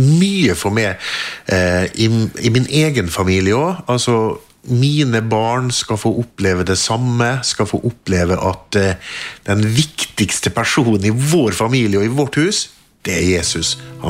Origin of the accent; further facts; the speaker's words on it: Molde, Møre og Romsdal, Norway; moved away; Jeg kommer jo fra Molde, født og oppvokst der. Traff ei jente i Bergen og gifta meg og har fått 4 barn.